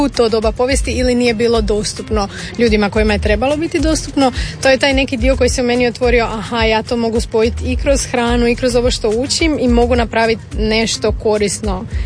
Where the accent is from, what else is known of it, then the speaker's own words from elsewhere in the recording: Rijeka, Primorje-Gorski Kotar County, Croatia; ja sam iz Rijeke, pa kao malo više moru naginjem